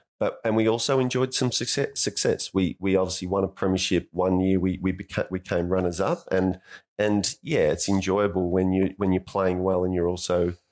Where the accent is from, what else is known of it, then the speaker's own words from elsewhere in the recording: Bendigo, Victoria, Australia; growing up in Bendigo